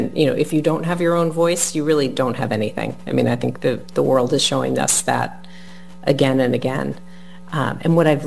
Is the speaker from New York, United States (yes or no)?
yes; Rye, New York, United States; I'm starting in Rye, New York, which is my hometown where I raised my family